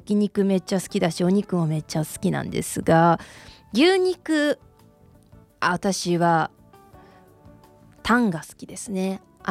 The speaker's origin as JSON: {"language": "Japanese", "region": "Hyogo", "country": "Japan", "tie": "born or raised there", "said": "私の地元で言ったら兵庫県で"}